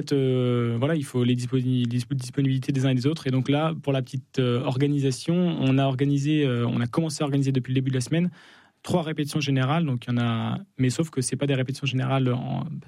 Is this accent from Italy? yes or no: no; Chambéry, Auvergne-Rhône-Alpes, France; Non, j'en suis, je viens de Chambéry. Donc